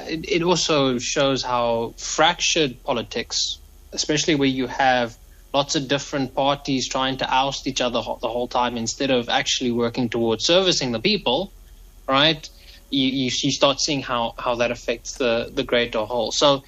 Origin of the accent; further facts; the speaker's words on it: Pretoria, Gauteng, South Africa; now in Cape Town, South Africa; growing up in Pretoria.